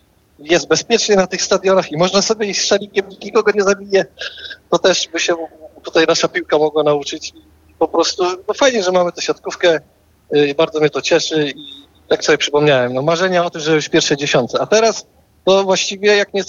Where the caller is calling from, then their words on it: Pomeranian Voivodeship, Poland; z Pomorza, bo nie z miasta.